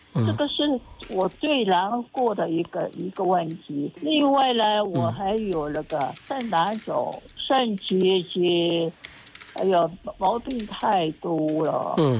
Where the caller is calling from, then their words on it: Kunming, Yunnan, China; 我昆明人。